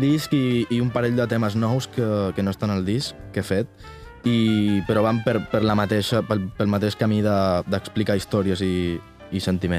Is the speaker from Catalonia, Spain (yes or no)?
no; Aragon, Spain; A Aragó, d'on soc jo